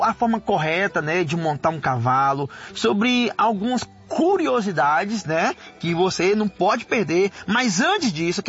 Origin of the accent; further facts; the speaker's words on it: Northeast Region, Brazil; Eu sou nordestino, a grande parte da minha família, ela é vaqueiro